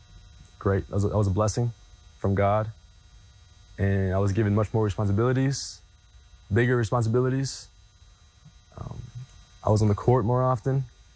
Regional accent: Texas, United States; Yeah, I'm a Texan.

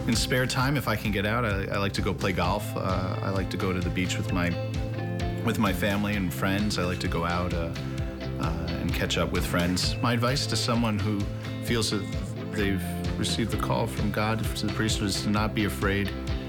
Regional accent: Manasquan, New Jersey, United States; I'm from Manasquan. I'm 30 years old, and my home parish is St. Catherine's in Spring Lake.

